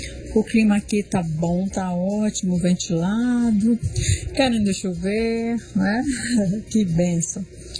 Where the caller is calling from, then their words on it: Brasília, Federal District, Brazil; do Residencial Santos Dumont, Santa Maria Norte, Distrito Federal.